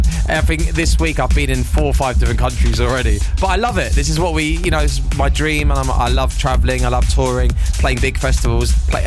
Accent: England, United Kingdom; I'm from England

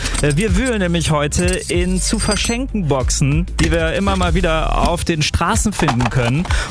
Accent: Bielefeld, North Rhine-Westphalia, Germany; now in Cologne, Germany; Also hier in Köln oder auch in meiner Heimat Bielefeld, da sehe ich die ständig

